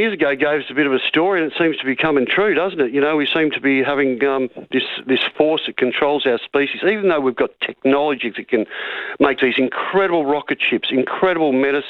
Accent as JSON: {"language": "English", "country": "Australia", "said": "that's my honest opinion as an Australian, Tony"}